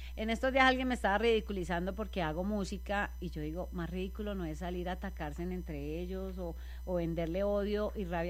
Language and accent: Spanish; Cali, Valle del Cauca, Colombia